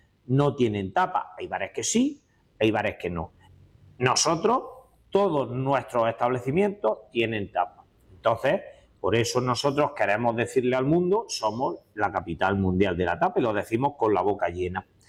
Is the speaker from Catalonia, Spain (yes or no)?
no; Linares, Andalusia, Spain; nosotros somos una ciudad muy de tapeo